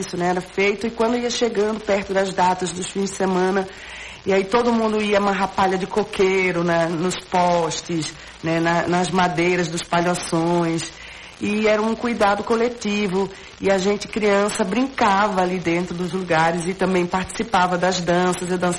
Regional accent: Limoeiro, Pernambuco, Brazil; eu sou lá de Limoeiro, passei a minha infância, a minha juventude lá

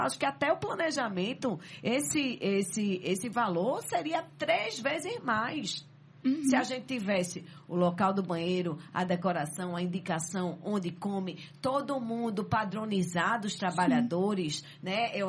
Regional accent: Olinda, Pernambuco, Brazil; also born or lived in Recife; Eu nasci em Recife, né? Mas só nasci, porque não tinha maternidade na época, assim, então... Mas sou olindense.

